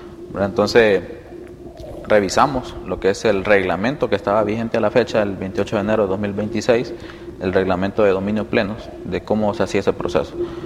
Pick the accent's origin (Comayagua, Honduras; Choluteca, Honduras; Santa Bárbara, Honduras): Comayagua, Honduras; Siguatepeque; Sí, sí, nacimos acá en Siguatepeque, nos criamos ahí por el barrio El Carmen, aquí en opuesta a Clínica El Carmen, con mis padres